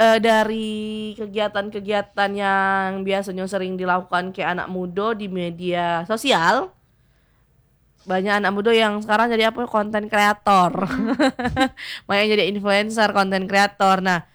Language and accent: Indonesian; Kedurang, Bengkulu, Indonesia; saya orang Kedurang ya Inga yo.